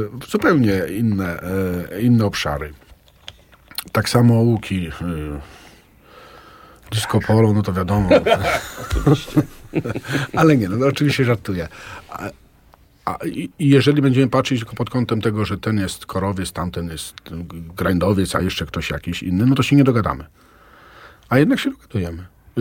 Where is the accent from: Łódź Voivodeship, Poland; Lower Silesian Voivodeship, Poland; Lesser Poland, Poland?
Łódź Voivodeship, Poland; Aleksandrów Łódzki; Ja Ozorków, tymczasowo, że tak powiem, służbowo, bo ogólnie zawsze byłem, jestem i będę z Aleksandrowa Łódzkiego